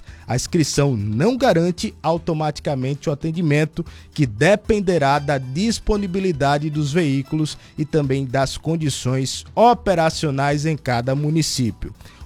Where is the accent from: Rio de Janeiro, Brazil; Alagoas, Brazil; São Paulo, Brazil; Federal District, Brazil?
Alagoas, Brazil; também mandar um abraço para todos lá de Utinga Leão, minha terra natal